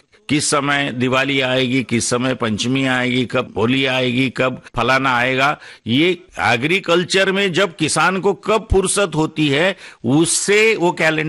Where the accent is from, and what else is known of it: Maharashtra, India; born or raised there; moved away